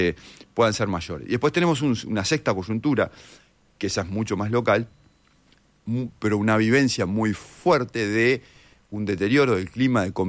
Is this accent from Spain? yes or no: no; Uruguay; como sociedad uruguaya hemos tenido